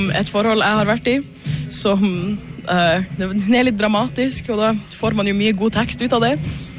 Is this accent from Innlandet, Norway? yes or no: no; Bodø, Nordland, Norway; det er jo et band fra min hjemby i Bodø, som heter